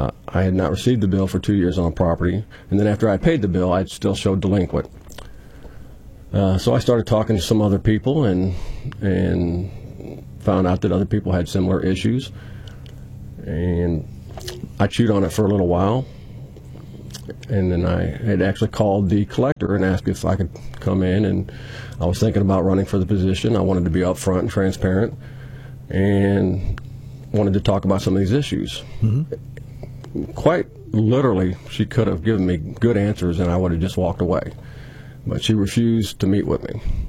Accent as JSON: {"language": "English", "town": "Hillsboro", "region": "Missouri", "country": "United States", "tie": "born or raised there", "moved": "as an adult", "lives_now": "Terre du Lac, United States", "said": "Originally, I grew up in Hillsboro. I moved down here 26 years ago. I've lived in Terdelac for all that time."}